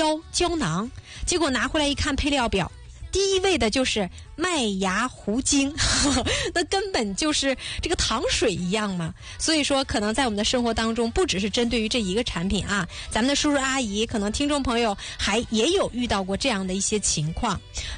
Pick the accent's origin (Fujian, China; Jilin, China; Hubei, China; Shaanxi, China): Jilin, China; Yanbian; 咱们延边人自己啊，